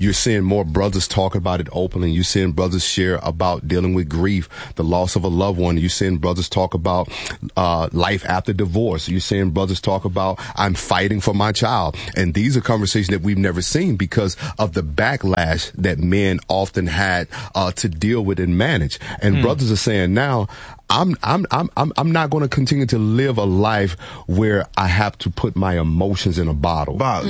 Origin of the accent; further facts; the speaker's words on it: Mississippi, United States; JJ, you know we're from, you know we're from Mississippi, JJ.